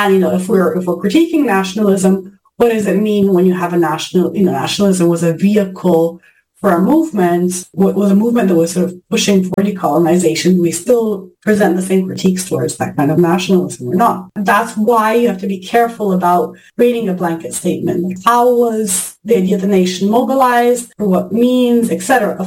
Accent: Italy; moved away; I grew up in Italy

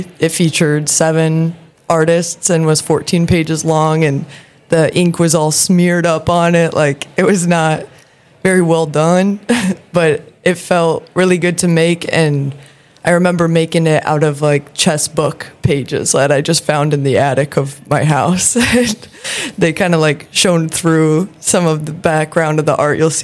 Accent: Kalamazoo, Michigan, United States; I'm from Kalamazoo, Michigan, and I'm here at the summit representing The Void.

